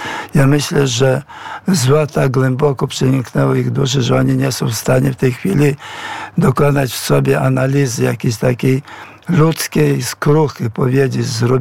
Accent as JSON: {"language": "Polish", "region": "Ternopil Oblast", "country": "Ukraine", "moved": "yes", "said": "wieś Slawentyn, na wieś Szumlany, na wieś Boków. To są wioski rzutem kamienia od mojej wsi."}